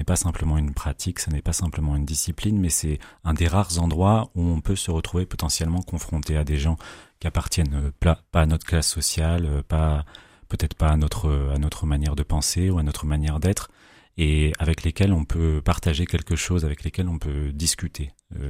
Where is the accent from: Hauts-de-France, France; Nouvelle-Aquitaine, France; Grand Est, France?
Hauts-de-France, France; Lille; Moi, je vis à Lille depuis toujours, pour ne pas le cacher, j'habite même à 5 minutes à pied de ce théâtre-là